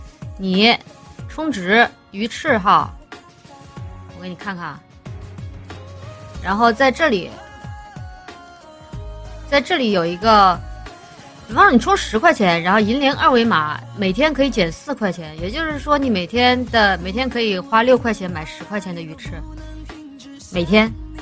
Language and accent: Chinese; Guangdong, China; accent: Cantonese-accented (Guangdong); moved away; 因为我是广东人呐、啊，所以我说话有一点点广东腔。